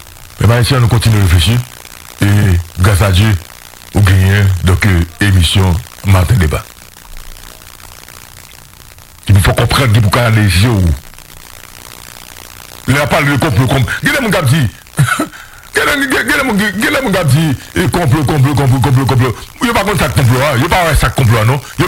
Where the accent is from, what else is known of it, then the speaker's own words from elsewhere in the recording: Haiti; je dis en tant qu'haïtien